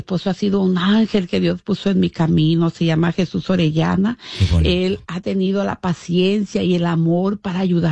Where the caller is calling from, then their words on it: Coachella, California, United States; yo vivo en Coachella, pero voy a Los Ángeles donde viven mis paisanos